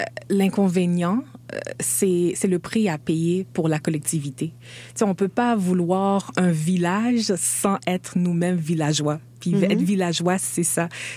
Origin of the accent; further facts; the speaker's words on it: Montreal, Quebec, Canada; j'ai grandi dans l'Est, mais présentement j'habite pas ça, fait que j'habite pas là